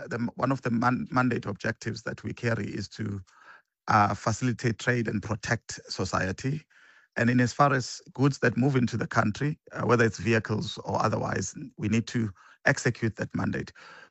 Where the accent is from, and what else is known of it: South Africa